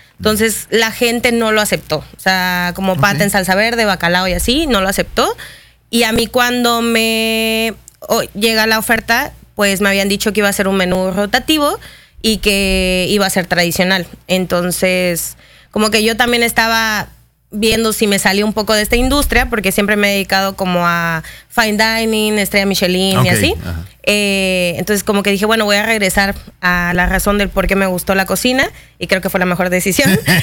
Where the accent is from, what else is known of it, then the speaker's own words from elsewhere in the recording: Mérida, Yucatán, Mexico; born there; Sí, yo soy yucateca.